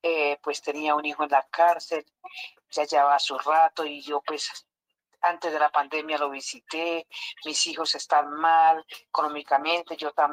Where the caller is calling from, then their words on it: Cajamarca, Tolima, Colombia; estoy llamando aquí de Cajamarca, Tolima.